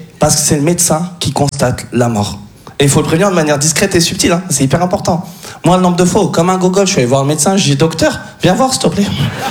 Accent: France; Je suis français d'origine tunisienne.

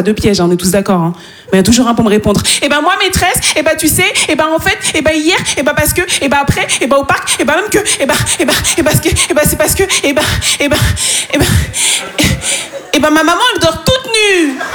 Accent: Île-de-France, France; born there

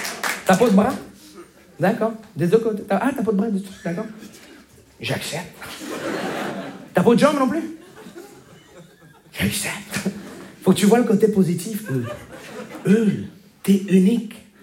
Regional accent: Montreal, Quebec, Canada; je viens de Montréal.

